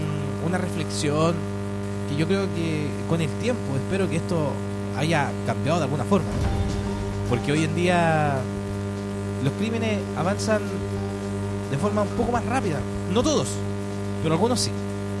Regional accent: Coronel, Biobío, Chile; yo vengo de esa tierra de Schwager

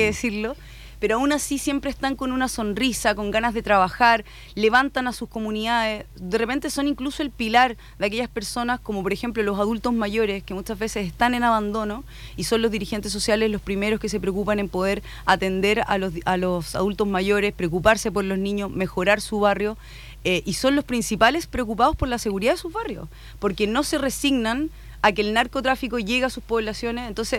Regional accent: Maullín, Los Lagos, Chile; moved away; una persona que viene de comuna pequeña del sur de Chile, yo soy de Maullín, que queda a 75 kilómetros de Puerto Montt, en la región de Los Lagos.

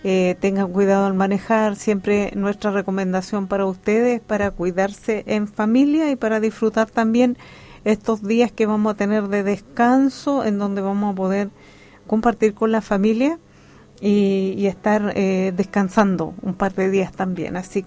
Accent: Chile; a celebrar que somos chilenos, a agradecer al Señor por vivir en esta patria hermosa

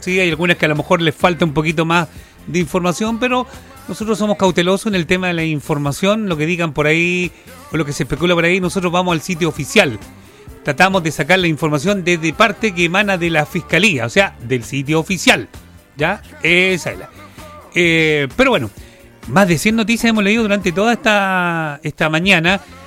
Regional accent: Chile; Así somos los chilenos, ¿qué le vamos a hacer?

